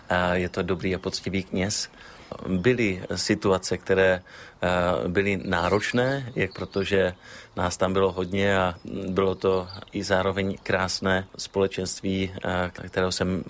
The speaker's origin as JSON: {"language": "Czech", "town": "Ostrava", "region": "Moravian-Silesian Region", "country": "Czechia", "tie": "born or raised there", "also_born_or_lived": "Havířov", "moved": "yes", "lives_now": "Zátor, Czechia", "said": "jsem z Ostravy Poruby. Sice první 2-3 roky jsme bydleli v Havířově, ale pak většinu života jsem strávil vlastně v Ostravě Porubě."}